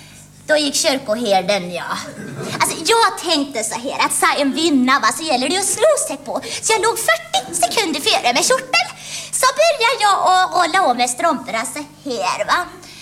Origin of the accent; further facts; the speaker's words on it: Västra Götaland County, Sweden; born there; jag hade en väldigt svår dialekt att arbeta bort. Ja, det är nämligen så att jag är född i Västergötland